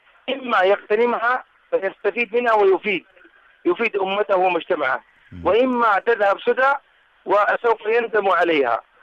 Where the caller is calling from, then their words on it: Mecca, Makkah Province, Saudi Arabia; أقول لكم من مكة المكرمة